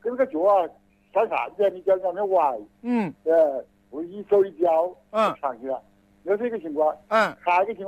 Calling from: Wuhan, Hubei, China; 我是江夏区的，我是江夏区志望生

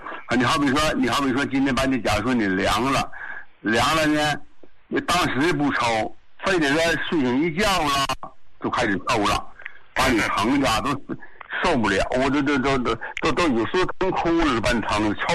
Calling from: Qinhuangdao, Hebei, China; 我是那个秦皇岛的。

